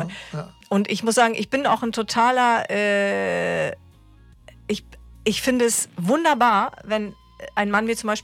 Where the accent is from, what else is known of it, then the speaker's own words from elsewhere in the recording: East Germany, Germany; ich komme ja aus dem Osten, aus den neuen Bundesländern.